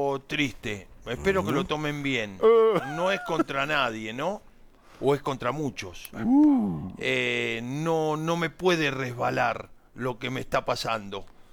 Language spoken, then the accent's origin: Spanish; Argentina; now in Colombia; 25.000 argentinos vivimos acá en Colombia y estamos orgullosos de vivir en esta tierra tan querida.